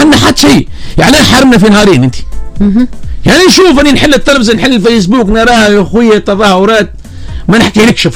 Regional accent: Mahdia Governorate, Tunisia; راني تونسي راني تبع بلدية تلاسة معدية الجم

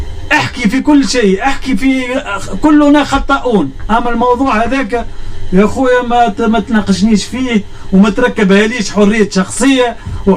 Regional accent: Tunisia; احنا بلاد تونسيه

